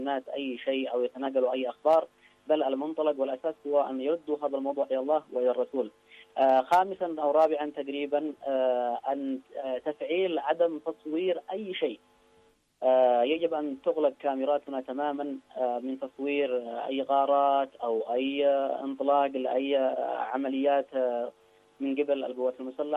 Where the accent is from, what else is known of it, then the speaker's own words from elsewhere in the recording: Yemen; فنحن كشعب يمني